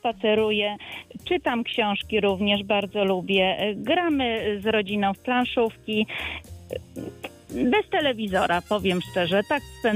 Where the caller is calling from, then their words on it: Stary Wielisław, Lower Silesian Voivodeship, Poland; Ja jestem z okolicy Polanicy Zdrój, Stary Wielisław dokładnie.